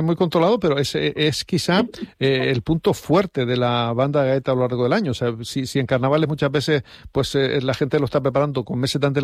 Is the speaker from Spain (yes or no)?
yes; Canary Islands, Spain; porque somos así, los canarios, los españoles